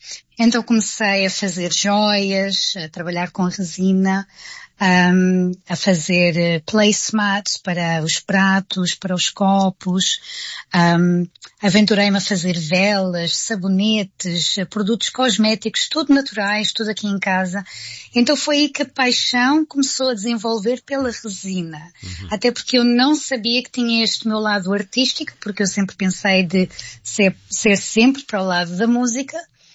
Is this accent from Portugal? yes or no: yes; Loures, Lisbon, Portugal; moved away as an adult; also born or lived in Vila Franca de Xira; now in United Kingdom; de Lisboa, onde eu cresci e morei, especificamente em Loures. Eu fui criada em Loures, uhum, no distrito de Lisboa, e ainda tenho lá familiares, tenho dois irmãos ainda a morar lá em Loures